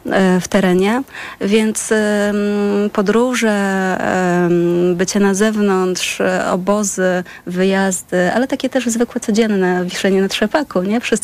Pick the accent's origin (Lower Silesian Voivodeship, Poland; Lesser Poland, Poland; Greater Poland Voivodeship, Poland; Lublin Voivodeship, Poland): Lublin Voivodeship, Poland; Janowiec nad Wisłą; born or raised there